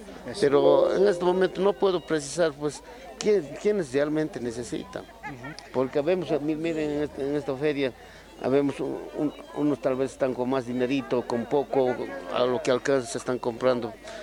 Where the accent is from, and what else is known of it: Bolivia